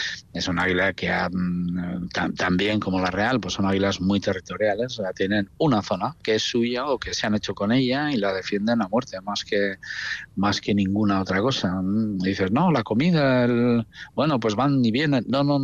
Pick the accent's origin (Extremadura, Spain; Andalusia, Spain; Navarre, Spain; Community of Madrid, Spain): Navarre, Spain; Yo soy navarro